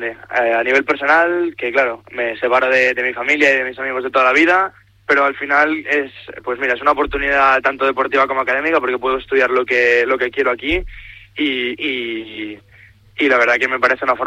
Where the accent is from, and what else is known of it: Galicia, Spain; now in Catalonia, Spain